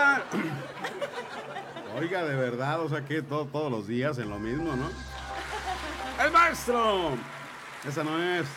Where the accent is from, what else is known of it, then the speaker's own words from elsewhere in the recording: Mexico; Como somos los mexicanos.